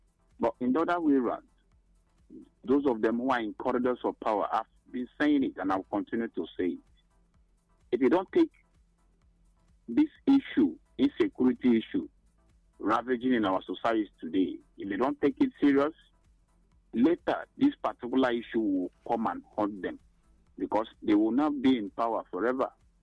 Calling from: Nigeria; I'm calling from Okpabi Nimbo, the Nozo One, the local government.

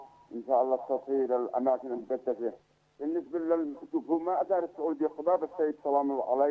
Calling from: Yemen

